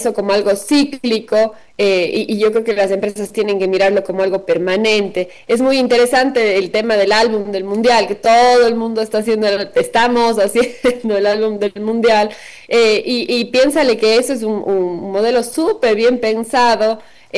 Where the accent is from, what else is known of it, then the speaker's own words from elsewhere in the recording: Ecuador; es eso que nos mueve a todos como ecuatorianos